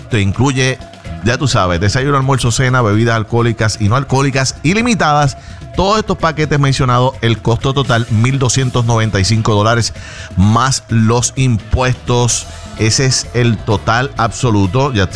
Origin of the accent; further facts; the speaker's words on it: Puerto Rico; este privilegio que tenemos nosotros como puertorriqueños, como boricuas, para viajar a Orlando o a cualquier parte del mundo